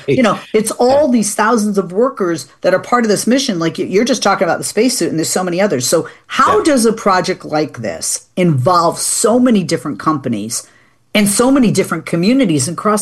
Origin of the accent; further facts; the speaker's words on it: Massachusetts, United States; I'm from Massachusetts. It's a wicked pisser.